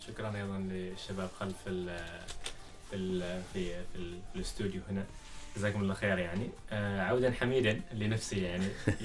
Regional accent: Ad Dakhiliyah, Oman; قريتنا بالجبل الأخضر قرية الشريقة، والقرية طبعا بكل بساطة المشهورة في بالمدرجات الزراعية

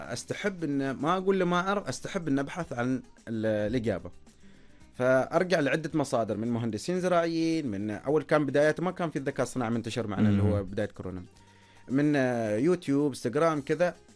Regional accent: Oman; عندنا في عمان

